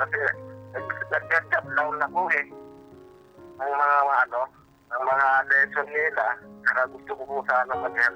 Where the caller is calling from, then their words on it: Antipolo, Calabarzon, Philippines; Antipolo City po.